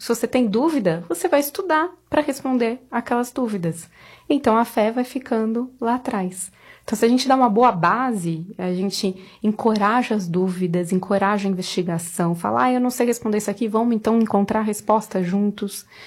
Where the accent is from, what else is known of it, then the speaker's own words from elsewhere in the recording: São Paulo, Brazil; Olá! Bom, eu sou de São Paulo, casada já há 14 anos com o Lucas, meu amigo de escola.